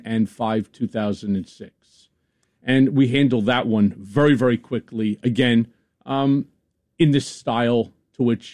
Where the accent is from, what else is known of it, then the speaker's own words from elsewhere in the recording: Five Towns, Long Island, New York, United States; also born or lived in Brooklyn, New York / Washington, D.C.; I'm a lifelong New Yorker. I was born in Brooklyn. At the age of two, we moved out to the five towns of Long Island. After that, I went to college in Washington.